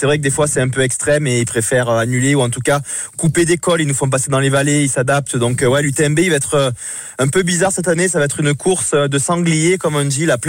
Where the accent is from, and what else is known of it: Cavaillon, Provence-Alpes-Côte d'Azur, France; born or raised there